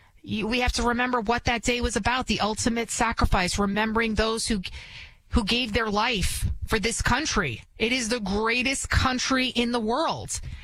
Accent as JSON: {"language": "English", "town": "Bronx", "region": "New York", "country": "United States", "accent": "Bronx", "second_language": "English", "said": "I can be from the Bronx. Obviously, you can hear it in my accent, which I've been trying to get rid of, but it's just a part of who I am. And I talk with my hands if you see me on TV. I'm first generation American. I didn't even speak English growing up."}